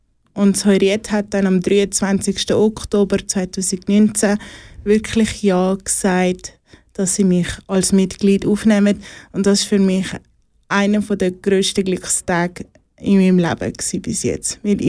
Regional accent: Zurich, Switzerland; born there

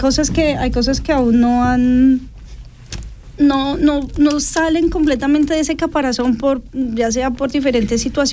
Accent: Colombia; Sí, bueno, pues es que soy colombiana y al final creo que eso

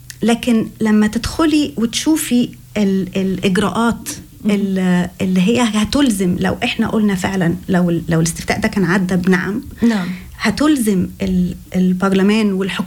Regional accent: Egypt; moved away as an adult; now in Canton of Schwyz, Switzerland; من مصر، بقالي عايشة هنا في سويسرا 22 سنة. أخذت الجنسية أو الباسبور السويسري من أكتر من 10 سنين وعايشة هنا في كانتون شفيتس.

